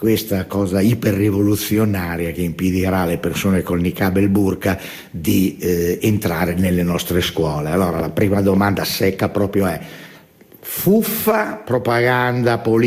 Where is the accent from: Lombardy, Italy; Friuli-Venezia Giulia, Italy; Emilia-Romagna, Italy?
Friuli-Venezia Giulia, Italy; sindaca di Monfalcone delle mie parti